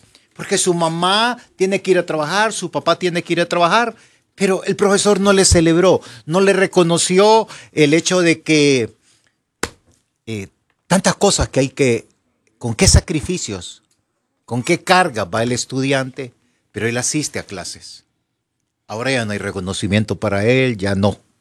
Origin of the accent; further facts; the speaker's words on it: Honduras; a nivel internacional, la calidad educativa de nosotros los hondureños pesa.